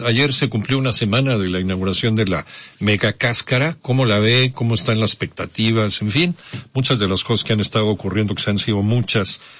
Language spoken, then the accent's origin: Spanish; Mexico; Yo acabo de regresar de Estados Unidos y tampoco me revisaron. Aunque soy mexicano, no me revisaron.